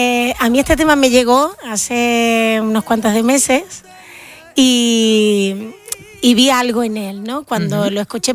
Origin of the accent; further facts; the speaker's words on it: San José de la Rinconada, Andalusia, Spain; estoy en mi pueblo, San José de la Rinconada, el 4 de junio.